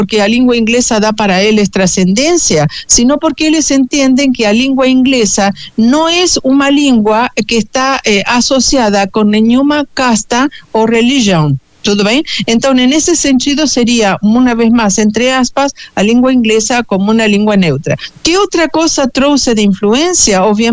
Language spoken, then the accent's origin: Portuguese; Argentina; Portuguese is a second language; moved away as an adult; now in Brazil; quando vim morar no Brasil, eu sou argentina